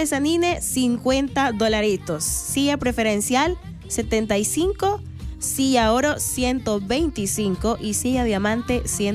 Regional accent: El Salvador

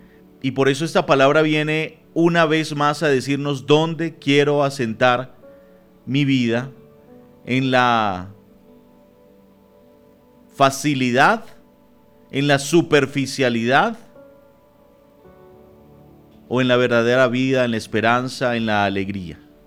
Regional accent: Venezuela

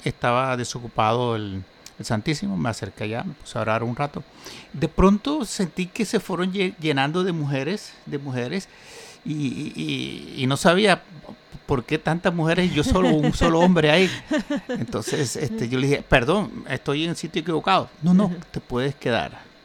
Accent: Barranquilla, Atlántico, Colombia; No, barranquillero puro.

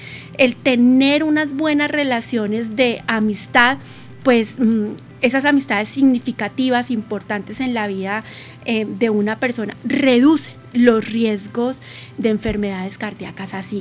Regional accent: Bogotá, Colombia; desde Bogotá, desde mi tierra

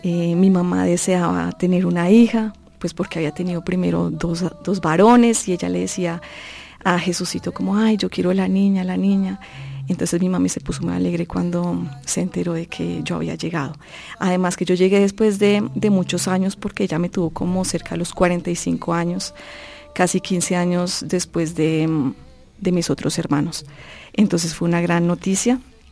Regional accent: Bogotá, Colombia; Yo vivía en Entre Ríos, en el barrio Entre Ríos, acá en Bogotá. Yo nací acá en Bogotá.

